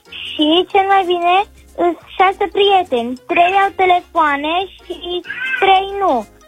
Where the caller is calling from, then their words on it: Iași, Iași County, Romania; Am 9 ani și 11 luni și sunt din Iași.